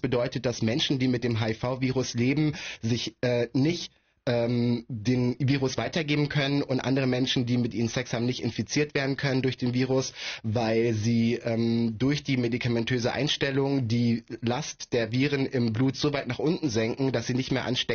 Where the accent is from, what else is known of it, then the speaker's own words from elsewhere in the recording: Berlin, Germany; ich komme aus Berlin und leite die IVIT-Kampagne.